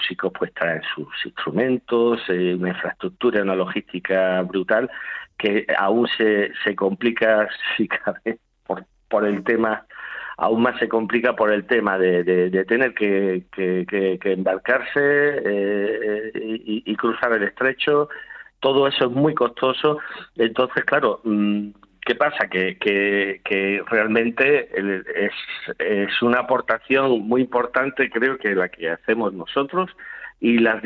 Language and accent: Spanish; Málaga, Andalusia, Spain; moved away as an adult; now in Ceuta, Spain; yo soy de Málaga, estudié en el Conservatorio Superior de Málaga y me formé en Málaga, pero tuve la grandísima oportunidad de venir a Ceuta. En un principio vine por un solo año, ya llevo 30.